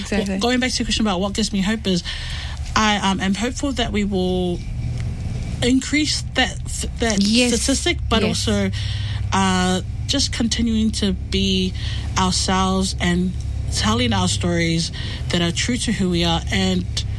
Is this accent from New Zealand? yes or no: yes; Auckland, New Zealand; And then, but for me growing up in South Auckland, I could not relate because that's not how I saw South Auckland.